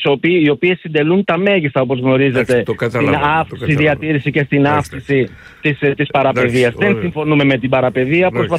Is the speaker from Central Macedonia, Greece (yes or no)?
yes; Thessaloniki, Central Macedonia, Greece; Κατάγομαι από τη Θεσσαλονίκη, ζω στη Θεσσαλονίκη, περιμένω τα αρμόδια όργανα.